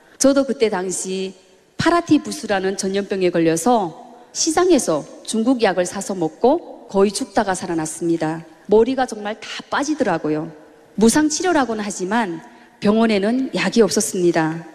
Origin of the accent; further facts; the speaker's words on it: Chongjin, North Hamgyong, North Korea; 저의 고향은 함경북도 청진입니다. 저는 평범한 노동자 가정에서 일남 이녀 중에 장녀로 태어났습니다.